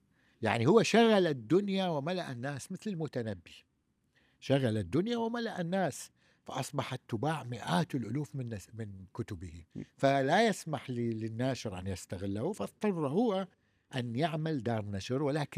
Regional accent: Mosul, Nineveh, Iraq; ولكننا في الموصل ندعيه

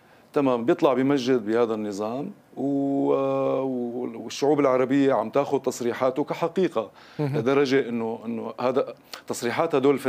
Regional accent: Syria; نحن كسوريين

